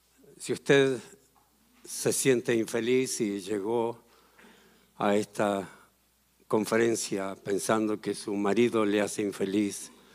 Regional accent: Chile; moved away; vamos a salir el día lunes a Chile, a nuestro país.

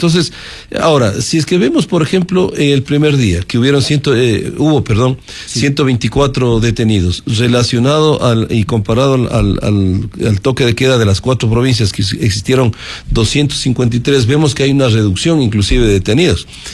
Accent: Ecuador; como ecuatoriano de bien

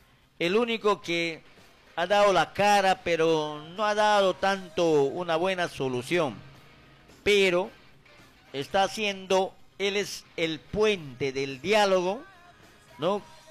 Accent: Aguaytía, Ucayali, Peru; Aguaitía, yo estimo mi pueblo, quiero a mi pueblo

